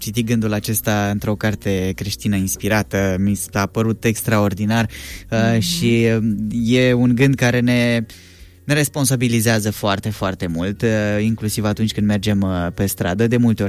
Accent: Romania; români până la urmă.

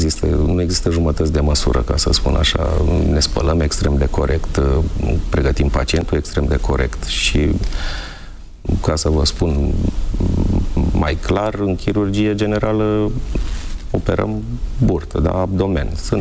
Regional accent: Craiova, Dolj, Romania; moved away; also born or lived in Timișoara / Bucharest; Copilărind în Craiova, mergeam des cu băieții la fotbal, pe un teren destul de aproape de unde locuiam noi.

